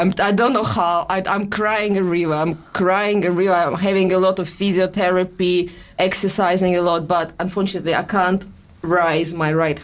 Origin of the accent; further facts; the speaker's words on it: Russia; accent: Russian; English is a second language; moved away; I think it's my Russian accent.